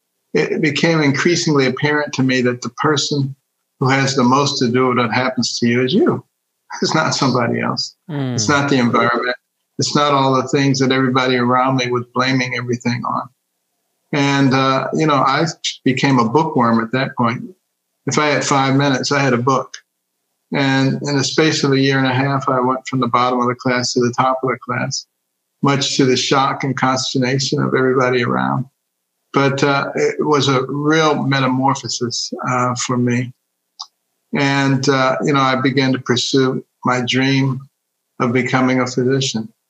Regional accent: Detroit, Michigan, United States; also born or lived in Boston, United States; I grew up in Detroit.

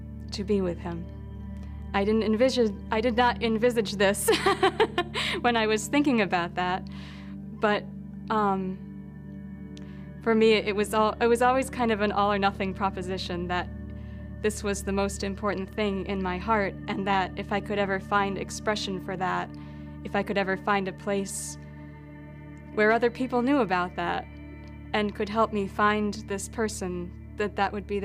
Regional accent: Wisconsin, United States; I'm originally from Wisconsin.

